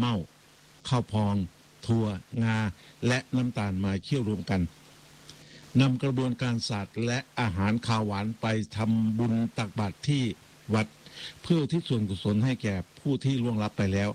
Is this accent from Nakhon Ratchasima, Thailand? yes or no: yes; Nakhon Ratchasima, Thailand; born there; moved away as an adult; also born or lived in Khon Kaen / Chaiyaphum / Kalasin; กำเนิดหรือเกิดที่จังหวัดนครราชสีมาแต่มาเติบโตมาทำการทำงานที่ภาคอีสานนะครับคือขอนแก่นชัยภูมิกาฬสินธุ์นะมารู้จักประเพณีเรื่องราวของศาสตร์อีสานเมื่ออายุ21ปีแล้วดังนั้นจึงเป็นคนสองภูมิภาคคือสองจังหวัด